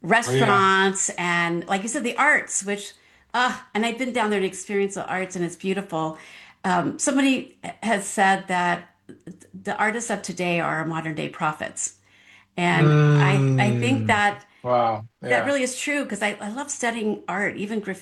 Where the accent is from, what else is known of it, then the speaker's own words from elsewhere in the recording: Phoenix, Arizona, United States; I was born and raised in Phoenix. And so I've seen the downtown area change greatly over the years. It used to be a place nobody went to because it was just run down